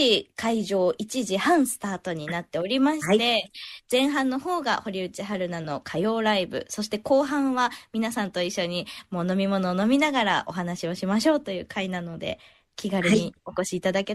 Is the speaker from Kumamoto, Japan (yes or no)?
yes; Aso, Kumamoto, Japan; 私のふるさと、熊本は阿蘇